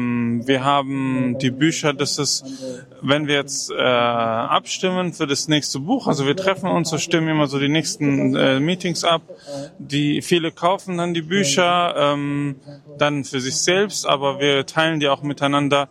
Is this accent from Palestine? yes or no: yes; Palestine; Ich bin Palästinenser